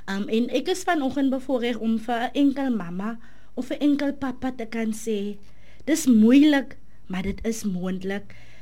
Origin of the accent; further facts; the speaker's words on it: Oudtshoorn, Western Cape, South Africa; ek is een boerling van Oudtshoorn my hele leven lang.